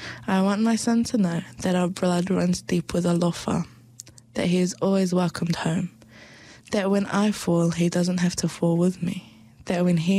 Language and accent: English; Auckland, New Zealand; now in Australia; I was born and raised in Auckland, and then I moved over to Australia. We moved around in Auckland quite a bit, mainly South Auckland, so Mangere, Manerewa, quite South Auckland. And then we moved over to Australia in 2015